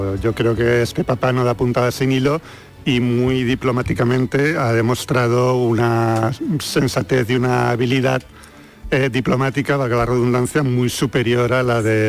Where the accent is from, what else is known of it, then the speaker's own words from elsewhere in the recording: Catalonia, Spain; Nunca, soy un pésimo catalán, la he visto de lejos.